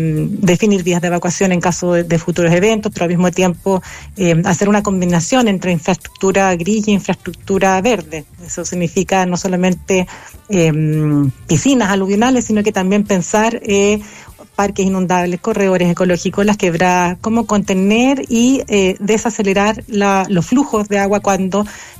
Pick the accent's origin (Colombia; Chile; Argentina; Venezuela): Chile